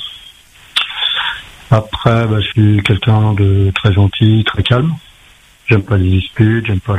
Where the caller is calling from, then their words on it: Le Tampon, Réunion; Je suis aux oreilles, j'habite au Tampon.